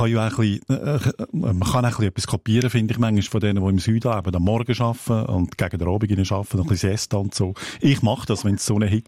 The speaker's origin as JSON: {"language": "German", "region": "Aargau", "country": "Switzerland", "accent": "Aargau dialect", "said": "habe ich heute aus meinem eigenen Dialekt entlehnt"}